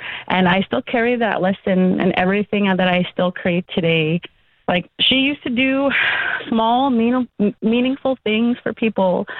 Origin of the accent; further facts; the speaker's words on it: Frog Lake, Alberta, Canada; So how you say Frog Lake in Cree, how we say it out there, is Aiksegegan. I grew up in Frog Lake. My favorite memories of growing up there were the summers.